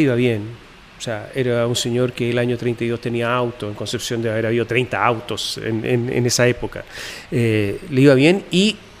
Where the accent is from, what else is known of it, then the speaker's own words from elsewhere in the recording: Italy; also born or lived in United States; yo soy italiana, yo nací en Estados Unidos por casualidad